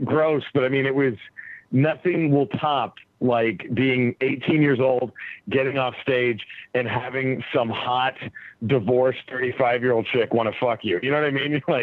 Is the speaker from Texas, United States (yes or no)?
yes; Dallas, Texas, United States; now in Los Angeles, United States; Dallas, Texas is my hometown, but I live in LA now.